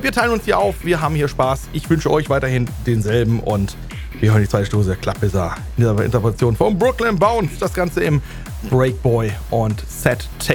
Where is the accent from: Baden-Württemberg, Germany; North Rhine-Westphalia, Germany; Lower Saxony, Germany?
North Rhine-Westphalia, Germany; Castrop-Rauxel; Ja, schöne Grüße an den Jens in meine alte Heimat, Kastrop.